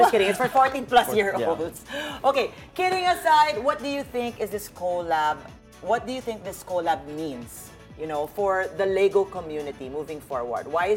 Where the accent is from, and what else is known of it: Philippines